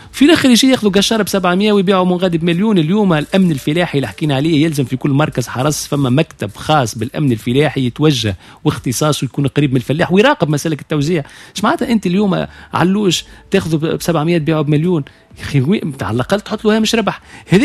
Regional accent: Sfax, Sfax Governorate, Tunisia; قبل انا صغير نعرف كي الشعال وبزويته والسلامه اللي غير عندنا في صفاقس،

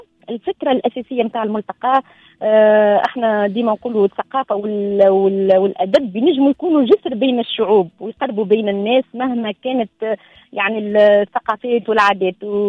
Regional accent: Tunisia; خاصة احنا من تونس

